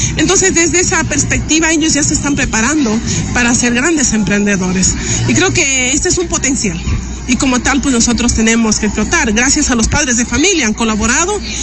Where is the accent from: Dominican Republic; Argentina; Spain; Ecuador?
Ecuador; Morona Santiago; Somos de Monoa Santiago, tenemos una estadística alta en la cual pues la etnia shuar también es parte de nuestra vida cotidiana.